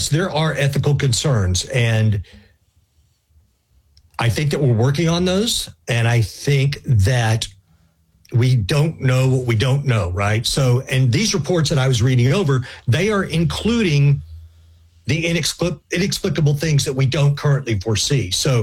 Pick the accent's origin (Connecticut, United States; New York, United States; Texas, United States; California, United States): Texas, United States; And in my home state of Texas, it's a big question because we have a lot of data centers